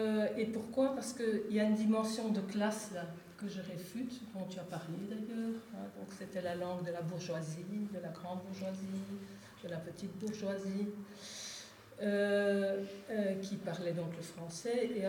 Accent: Ostend, Flanders, Belgium; born there; Donc je suis née à Ostende, et si j'écris en français, c'est parce que, en fait, tout ce qui est de l'ordre de l'intime, je le fais en français.

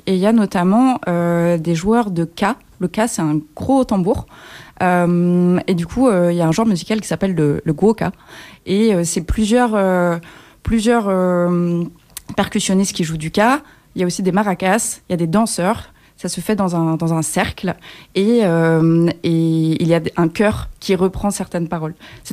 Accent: Guadeloupe; moved away; j'ai grandi en Guadeloupe. J'y ai passé 11 ans.

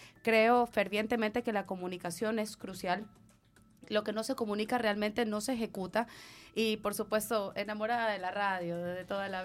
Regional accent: Ecuador; moved away; la embajada es de todos los ecuatorianos que estamos aquí, y todos los ecuatorianos que estamos aquí somos embajadores del Ecuador.

